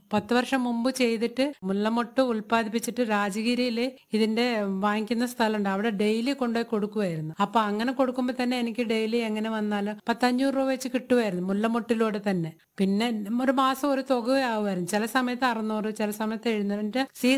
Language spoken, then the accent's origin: Malayalam; Andhra Pradesh, India; first language Tamil; Malayalam is a second language; moved away as an adult; now in Eloor, India; അല്ല, ജനനം കൊണ്ട് മലയാളിയല്ല. ഞാൻ ജനിച്ചു വളർന്നതൊക്കെ ആന്ധ്രയിലാണ്. പിന്നെ കല്യാണം കഴിച്ചിട്ട് വന്നത് കേരളത്തിലേക്കാണ്. ശരിക്കും എന്റെ മദർ ടാങ്ക് തമിഴാണ്.